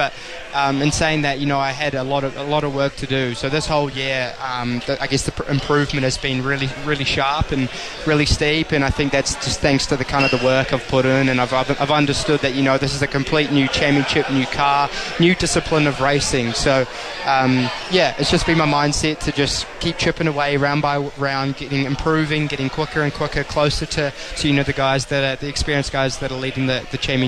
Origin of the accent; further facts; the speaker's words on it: New Zealand; He's Polish, I'm a Kiwi, we're from opposite sides of the world, but we get along really well.